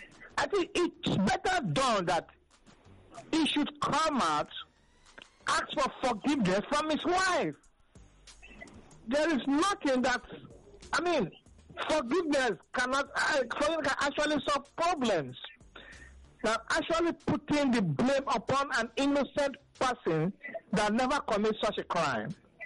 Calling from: Ikoto, Eastern Equatoria, South Sudan; I'm calling from Ikoto.

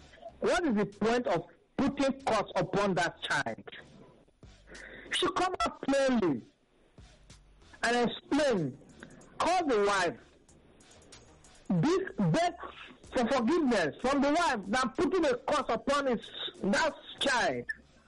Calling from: Nigeria; I'm calling from Ikoto.

